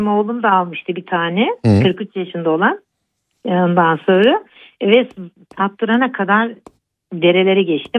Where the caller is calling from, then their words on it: Ankara, Turkey; Ankara'dayız.